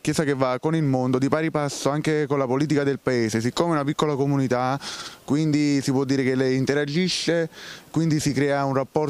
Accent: Trecase, Campania, Italy; vengo da Trecase, vicino a Napoli.

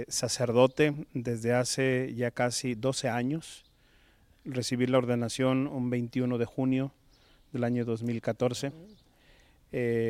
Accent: León, Guanajuato, Mexico; also born or lived in Lagos de Moreno; pero por azares del destino yo nací allá, crecí en León, Guanajuato, y ya más adelante nos trasladamos a vivir toda la familia a Lagos de Moreno

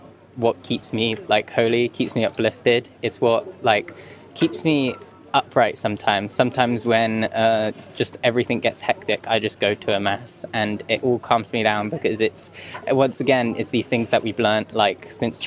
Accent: London, United Kingdom; From London.

